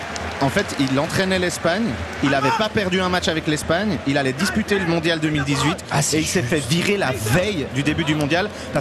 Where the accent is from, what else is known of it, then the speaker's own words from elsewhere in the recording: Geneva, Switzerland; Moi, je suis genevois et j'ai kiffé pour vous.